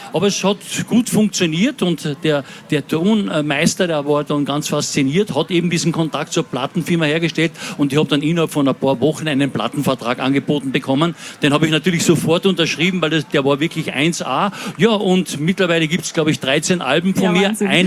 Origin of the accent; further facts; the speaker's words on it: Carinthia, Austria; im Schulchor, später dann als Kärntner, bei Kärntner Chören und so weiter